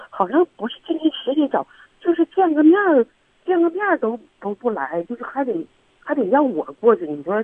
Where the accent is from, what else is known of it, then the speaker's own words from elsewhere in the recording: Suihua, Heilongjiang, China; moved away as an adult; now in Harbin, China; 我老家是绥化那边的。